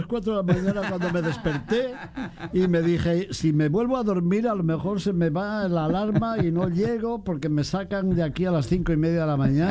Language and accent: Spanish; Spain; como español también me alegra